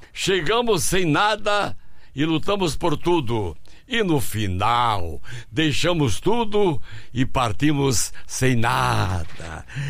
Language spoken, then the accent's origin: Portuguese; Sousa, Paraíba, Brazil; born there; Minha querida Adriana, eu nasci em Souza, na Paraíba, entendeu? A 440 quilômetros de João Pessoa, no açude de São Gonçalo, que fica no município de Souza.